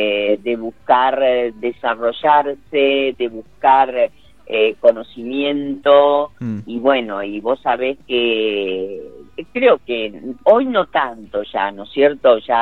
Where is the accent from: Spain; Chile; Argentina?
Argentina; Gualeguay, Entre Ríos; moved away as an adult; now in Buenos Aires, Argentina; Yo ya venía de Gualeguay con algunas cuestiones que tenían que ver con escribir.